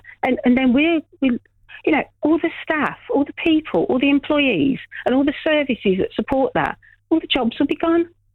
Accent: United Kingdom; we're making a stand of, you know, we're British.

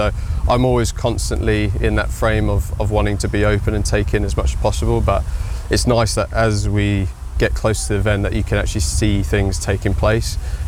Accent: Yorkshire and the Humber, United Kingdom; I grew up in Yorkshire, so it's not too far.

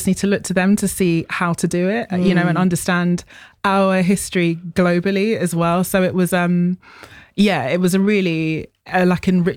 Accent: United Kingdom; we're not American, we're very much British

